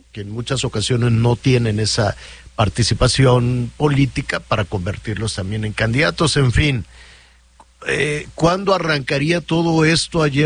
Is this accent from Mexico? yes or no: yes; Mexico; así somos los mexicanos, como diría